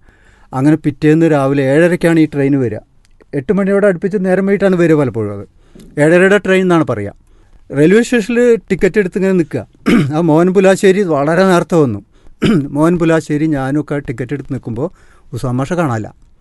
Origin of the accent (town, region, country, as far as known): Angadipuram, Kerala, India